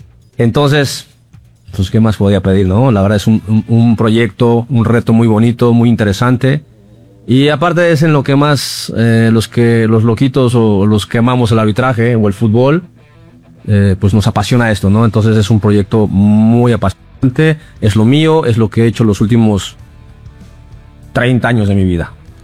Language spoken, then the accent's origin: Spanish; Mexico; soy mexicano, fui árbitro obviamente en México